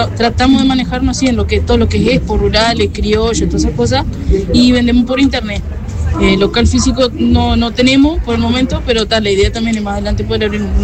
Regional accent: Salto, Uruguay; born there; De Colonia La Valleja, sí. Mis padres son de Colonia La Valleja, nosotros somos nacidos acá en Salto, pero está toda la vida y la niña y todo ya en Colonia La Valleja.

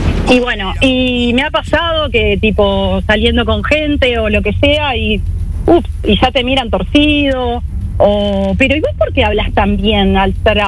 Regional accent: Uruguay; esto, como estas cosas que te acabo de contar, acá en Uruguay. Acá en mi país, al que amo.

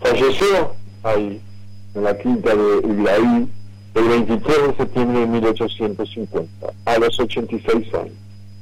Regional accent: Uruguay; Artigas nos pertenece como uruguayo

